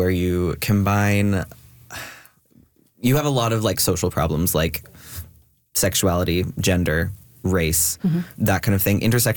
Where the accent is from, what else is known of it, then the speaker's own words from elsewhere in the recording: Kindersley, Saskatchewan, Canada; born there; So I grew up in Kindersley, Saskatchewan. And I wasn't out at the time. I moved to Saskatoon when I was about 12 years old.